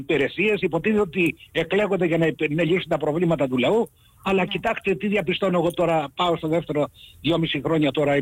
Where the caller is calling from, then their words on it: Greece; μια και είμαι από τον Αελιό